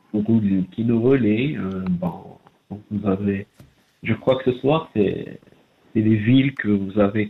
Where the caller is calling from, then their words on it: Algiers, Algiers Province, Algeria; Oui, c'est toujours à Alger.